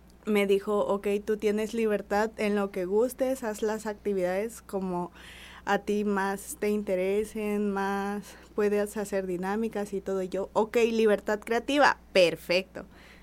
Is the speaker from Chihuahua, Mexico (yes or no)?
no; Villahermosa, Tabasco, Mexico; now in Nogales, Mexico; Pues mi abuelo es de Puebla y yo soy de Villahermosa, Tabasco.